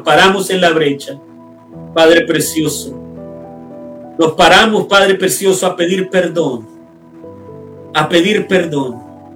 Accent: Colombia; born there; Como ciudadanos colombianos, como hijos del reino, nacidos en Colombia

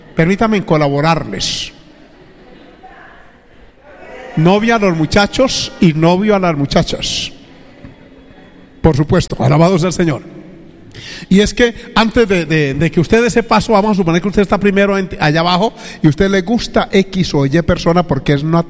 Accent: Antioquia, Colombia; yo soy de Antioquia

